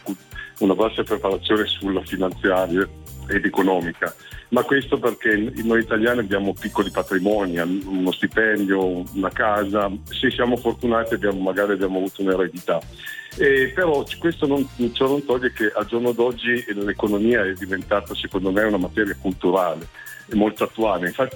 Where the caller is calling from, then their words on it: Asti, Piedmont, Italy; Sono qui ad Asti, da casa